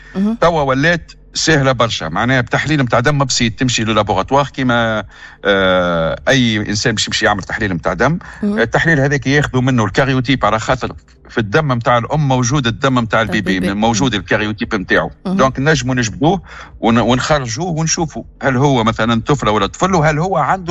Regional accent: Tunisia; born there; أنت تونسية كيفي وتعرف، وإحنا كلنا ولدنا في تونس ونعرف عاداتنا وتقاليدنا

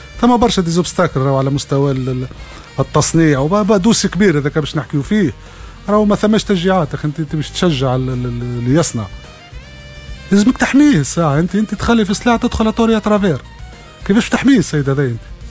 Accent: Tunisia; انا مواطن تونسي

